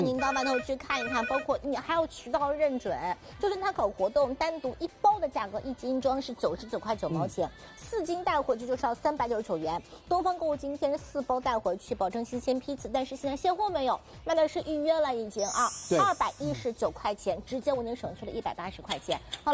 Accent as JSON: {"language": "Chinese", "region": "Shanghai", "country": "China", "said": "我们上海人啊中国人"}